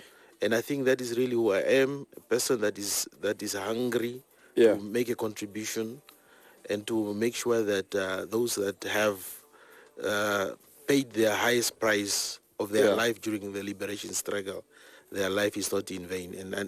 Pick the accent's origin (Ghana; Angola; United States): Angola; also born or lived in East Germany; And you must remember that whilst we're coming from Angola, we were also trained, or we lived into a more socialist setup, a communist setup. So when we went to East Germany, it was even more a communist country.